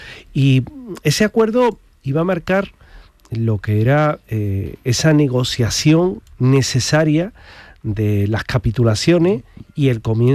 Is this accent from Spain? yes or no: yes; Andalusia, Spain; porque somos andaluces